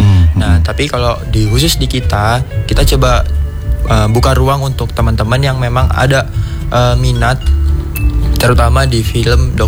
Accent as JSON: {"language": "Indonesian", "region": "Lampung", "country": "Indonesia", "said": "Ketika kita menggabungkan tanah dan lado itu adalah sebuah branding yang kita coba angkat bahwasannya kita tuh berasal dari Lampung gitu"}